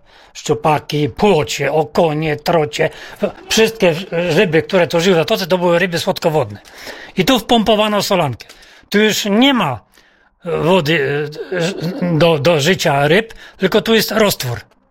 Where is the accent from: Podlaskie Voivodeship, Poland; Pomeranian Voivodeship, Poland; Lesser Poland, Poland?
Pomeranian Voivodeship, Poland; Kuźnica; born there; jestem rybakiem z Kuźnicy, z ojca dziada i pradziada.